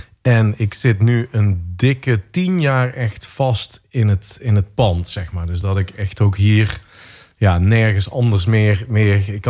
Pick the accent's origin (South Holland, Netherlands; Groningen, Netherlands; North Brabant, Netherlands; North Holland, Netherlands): North Brabant, Netherlands; ik kom uit Brabant en daar draait iedereen ook wel